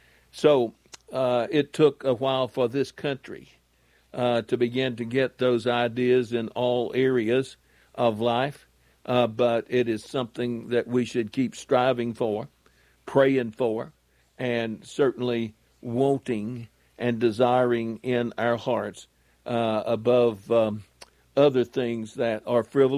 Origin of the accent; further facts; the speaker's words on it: United States; I am an American, an American citizen, that I was fortunate enough to be born in this country and to be brought up with an idea of law and order, and that Christian faith was the most important thing in anyone's life.